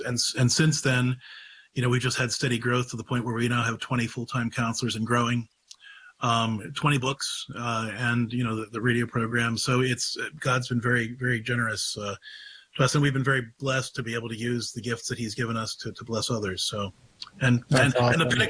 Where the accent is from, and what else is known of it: Clareton, Pennsylvania, United States; born or raised there